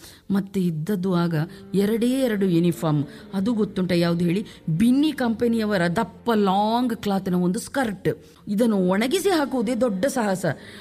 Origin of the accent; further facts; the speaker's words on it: Karnataka, India; born there; ನಮ್ಮ ದಕ್ಷಿಣ ಕನ್ನಡದಲ್ಲಿ ತುಳುವಿನಲ್ಲೊಂದು ಮಾತಿದೆ